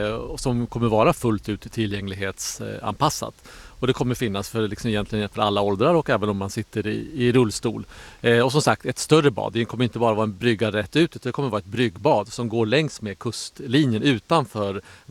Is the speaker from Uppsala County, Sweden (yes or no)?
yes; Uppsala, Uppsala County, Sweden; Vi är många Uppsalabor.